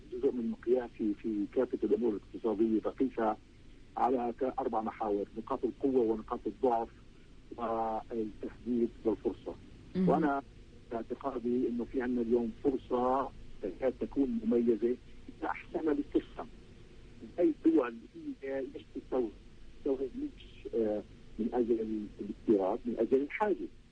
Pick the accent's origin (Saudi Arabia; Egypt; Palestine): Palestine